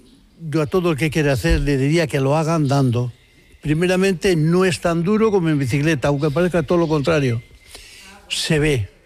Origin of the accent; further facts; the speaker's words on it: Galicia, Spain; now in Basque Country, Spain; yo soy de aquí, tengo la suerte de ser de aquí, de ser gallego, pero vivo en el País Vasco, en Euskadi.